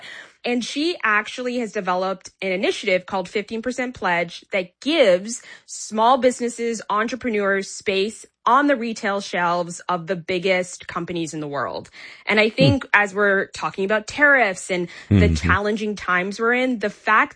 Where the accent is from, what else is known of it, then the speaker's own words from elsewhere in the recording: Toronto, Ontario, Canada; people hear me and think, oh, where in the U.S. are you from? And I'm, my friend, I'm from Toronto. I'm from Canada.